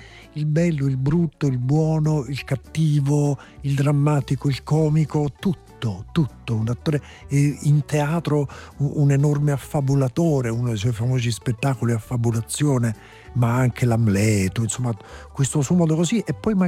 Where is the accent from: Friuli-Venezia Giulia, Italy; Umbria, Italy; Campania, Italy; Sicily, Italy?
Campania, Italy; Naples; io essendo l'unico, per quanto giovane, ma l'unico napoletano del cast, ero l'unico a cui mi rivolgesse un saluto più simpatico degli altri.